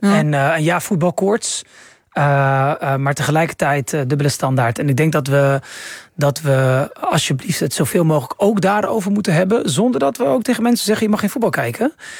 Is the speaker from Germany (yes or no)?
no; Rotterdam, South Holland, Netherlands; also born or lived in Bleiswijk; Ik kom uit... Blijswijk is eigenlijk Rotterdam. Ja. Ik kom uit Rotterdam